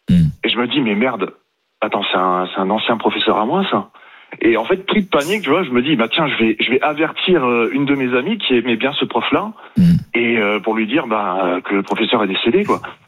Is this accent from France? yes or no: yes; Condé-sur-l'Escaut, Hauts-de-France, France; now in Dijon, France; Je viens de Condé-sur-l'Escaut, dans le Nord.